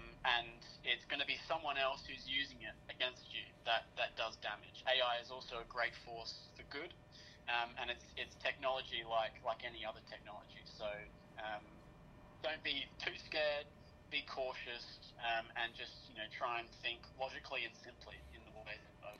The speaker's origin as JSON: {"language": "English", "country": "Australia", "said": "I'm Australian"}